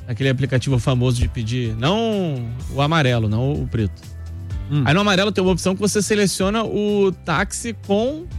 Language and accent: Portuguese; Rio de Janeiro, Brazil; Mas isso não tem nada a ver com o fato de eu ter sido nascido e criado em Vigário Geral, não, Torelli.